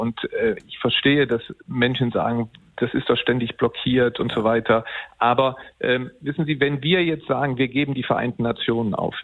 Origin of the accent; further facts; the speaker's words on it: Rhineland, Germany; als Rheinländer sind wir ja Klüngel gewohnt.